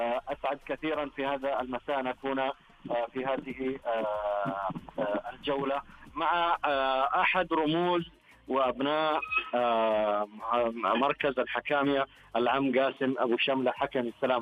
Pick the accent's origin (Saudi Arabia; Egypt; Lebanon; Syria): Saudi Arabia; Jazan Province; من ترى جازان منه في قراها موطني